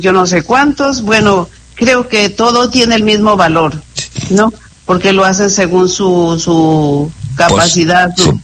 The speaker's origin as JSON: {"language": "Spanish", "country": "Ecuador", "moved": "yes", "lives_now": "Santa Rosa, Argentina", "said": "Yo soy ecuatoriana."}